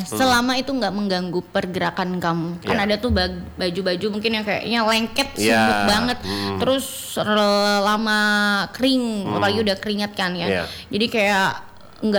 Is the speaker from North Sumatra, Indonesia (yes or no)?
no; Tarakan, North Kalimantan, Indonesia; moved away; also born or lived in Makassar; aku baru balik lagi sebenarnya ke Tarakan. Aku orang Tarakan tapi lama tinggal di Makassar, baru balik lagi setelah aku selesai teacher training itu.